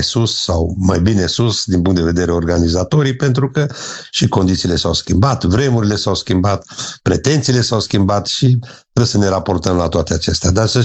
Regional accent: Blaj, Alba County, Romania; municipiul nostru are doar 20.000 de locuitori, nu suntem foarte mari.

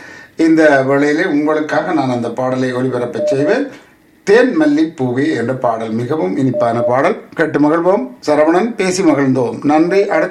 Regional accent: Northern Province, Sri Lanka; now in Canada; நான் வடபகுதியைச் சேர்ந்த தமிழன்

